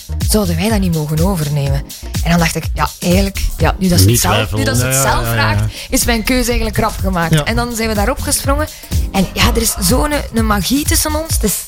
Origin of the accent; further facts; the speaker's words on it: Brakel, East Flanders, Belgium; ik had een paar maanden geleden voor het eerst opgetreden in Taverne Toekske bij ons in Brakel.